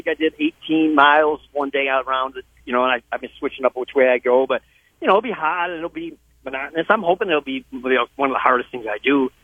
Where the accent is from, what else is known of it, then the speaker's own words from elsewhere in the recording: Kendall, New York, United States; So my hometown of Kendall